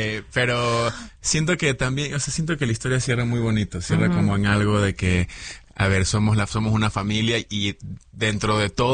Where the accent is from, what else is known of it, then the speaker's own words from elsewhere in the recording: Ecuador; Yo soy de Ecuador.